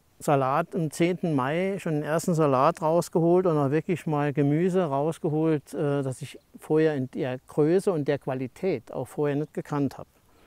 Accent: Saarland, Germany; Das ist die einzige Schmetterlingsart, wo wir bei uns im Saarland eigentlich als Laie auch mal eine Puppe sehen können.

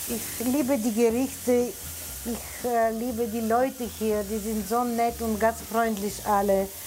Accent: Bulgaria; German is a second language; Das ist eine kalte Suppe, typisch für Sommerzeiten, welche kommt aus meiner Heimat, aus Bulgarien.

